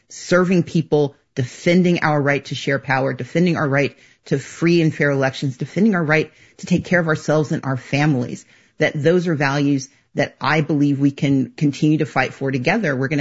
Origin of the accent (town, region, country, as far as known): Mississippi, United States; born or raised there; also born or lived in Georgia